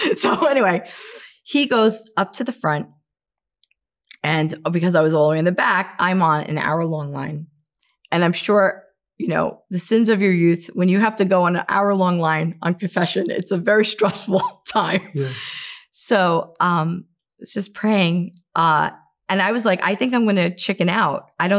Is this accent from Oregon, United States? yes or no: no; New York, United States; I'm from New York. We don't hug each other